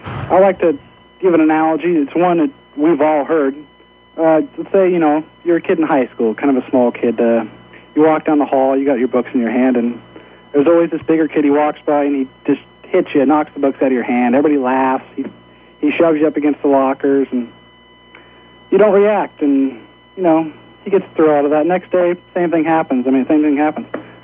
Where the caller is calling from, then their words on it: Rainier, Oregon, United States; in Rainier, Oregon.